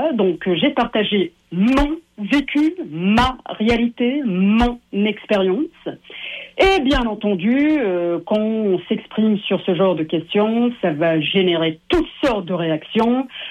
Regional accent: Morocco; born there; Je suis née au Maroc, mon papa est marocain, ma mère est sri-lankaise. Tous les deux se sont rencontrés en URSS à Odessa, qui est maintenant en Ukraine. Et puis, ils ont décidé de mener leur vie ici, au Québec, après avoir vécu quelques années au Maroc.

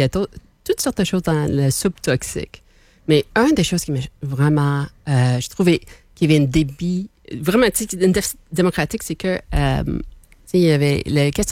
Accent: Hamilton, Ontario, Canada; moved away; ma ville natale a été choisie.

